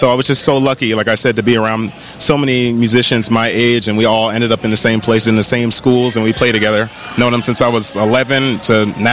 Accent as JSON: {"language": "English", "region": "New Jersey", "country": "United States", "tie": "born or raised there", "said": "I'm from New Jersey"}